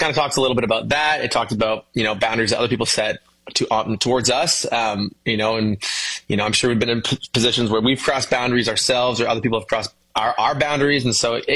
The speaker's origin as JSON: {"language": "English", "town": "London", "region": "Ontario", "country": "Canada", "tie": "born or raised there", "said": "I got asked to again be a guitar player for this artist who was an R&B singer from my hometown, which is London, Ontario."}